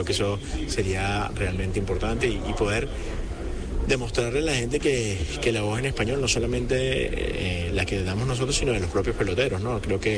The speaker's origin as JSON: {"language": "Spanish", "country": "Venezuela", "lives_now": "Miami, United States", "said": "pero la mayoría somos venezolanos"}